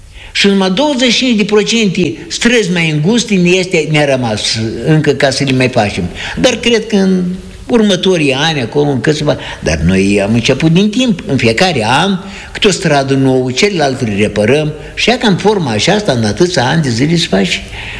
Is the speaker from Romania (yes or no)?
no; Baraboi, Dondușeni District, Moldova; moved away; în satul meu, Baraboi, acum e raionul Dondoșani, de unde m-am născut eu.